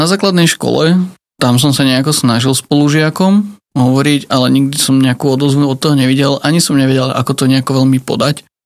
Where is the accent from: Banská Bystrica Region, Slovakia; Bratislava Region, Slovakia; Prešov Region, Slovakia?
Bratislava Region, Slovakia; Modra; Pochádzam z Modry, z kresťanskej rodiny.